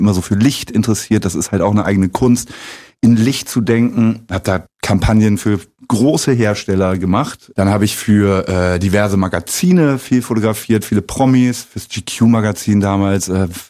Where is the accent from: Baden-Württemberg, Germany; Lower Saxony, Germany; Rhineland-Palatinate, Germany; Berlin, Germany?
Lower Saxony, Germany; now in Zeuthen, Germany; Genau, bei Bremen.